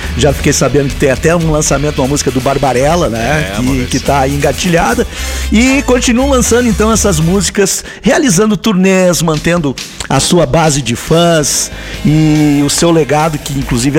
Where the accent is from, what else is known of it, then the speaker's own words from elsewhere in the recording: Porto Alegre, Rio Grande do Sul, Brazil; Sim, sou da Zona Norte também.